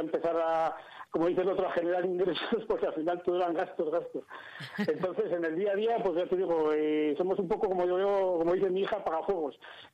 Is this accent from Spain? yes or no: yes; Pradoluengo, Castile and León, Spain; Somos de aquí, del pueblo natal, somos de Natales de Pradoluengo